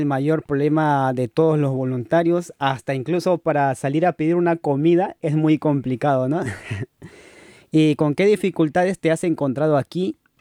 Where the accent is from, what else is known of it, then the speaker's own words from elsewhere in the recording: Peru; now in Tübingen, Germany; tú y yo somos voluntarios peruanos en Alemania.